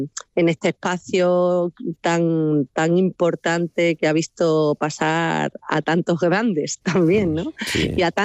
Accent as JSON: {"language": "Spanish", "town": "Cáceres", "region": "Extremadura", "country": "Spain", "said": "Yo soy cacereña."}